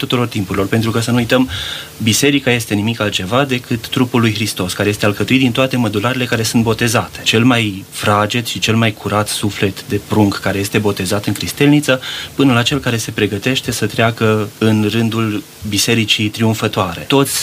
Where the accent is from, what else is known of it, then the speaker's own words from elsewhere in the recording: Breaza, Romania; Încă de când eram copil, în satul meu natal la Breaza